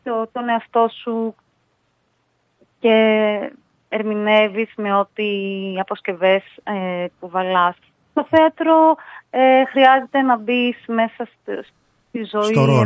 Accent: Thessaloniki, Central Macedonia, Greece; Γεννήθηκα και μεγάλωσα στη Θεσσαλονίκη.

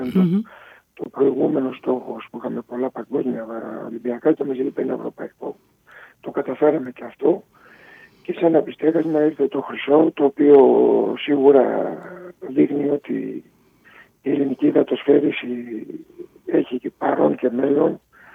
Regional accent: Patras, Western Greece, Greece; είμαστε από την Πάτρα για την καταγωγή

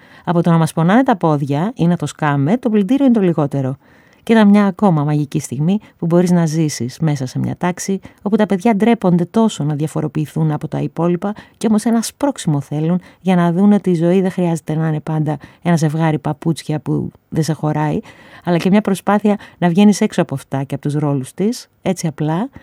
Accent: Piraeus, Attica, Greece; Γεννήθηκα και μεγαλώνω στον Πειραιά σε μια διαρκή προσπάθεια να αγκαλιάσω τα εύκολα και τα δύσκολα της παιδικής ηλικίας.

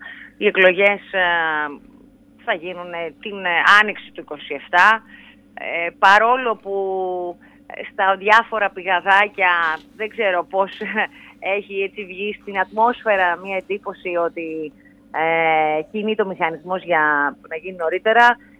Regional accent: Thessaloniki, Central Macedonia, Greece; έτσι μεγάλωσα στη Θεσσαλονίκη

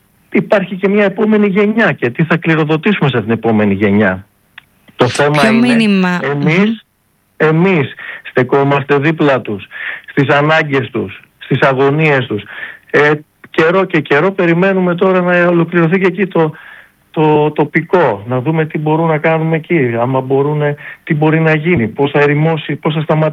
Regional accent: Epirus, Greece; Είμαστε περήφανοι που είμαστε από εδώ, είμαστε περήφανοι που το Σούλι είναι στο Δήμο μας.

